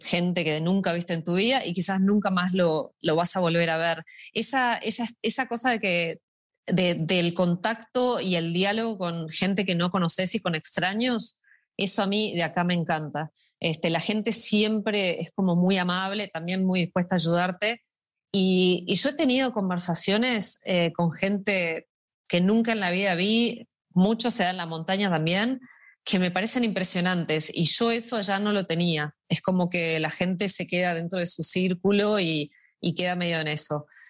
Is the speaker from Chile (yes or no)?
no; Buenos Aires, Argentina; also born or lived in Uruguay; Yo soy de Buenos Aires, pero tengo un acento medio raro porque viví muchos años en Uruguay